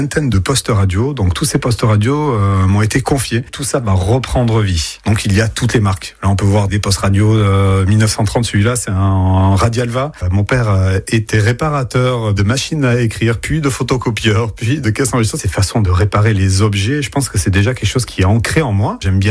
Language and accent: French; Nouvelle-Aquitaine, France; born there; moved away as an adult; now in Bordeaux, France; j'ai 45 ans, je suis né dans le Pays Basque, mais je suis arrivé à Bordeaux il y a une quinzaine d'années